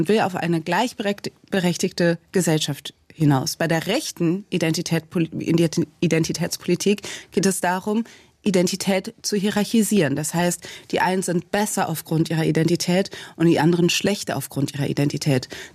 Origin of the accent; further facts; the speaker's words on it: Cologne, North Rhine-Westphalia, Germany; ich bin Kölnerin, das heißt, da in unseren Traditionen steckt es auch.